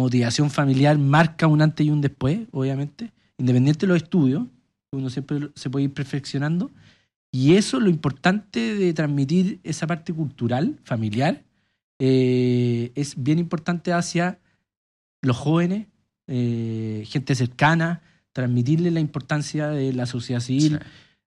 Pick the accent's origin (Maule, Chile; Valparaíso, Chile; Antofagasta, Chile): Maule, Chile; Colbún; Yo soy de Colbún, mis papás también de Talca, fueron a la UTAL.